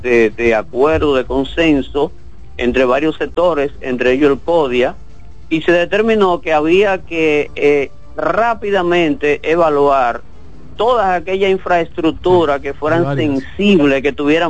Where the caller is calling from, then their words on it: Santiago de los Caballeros, Santiago, Dominican Republic; de Santiago.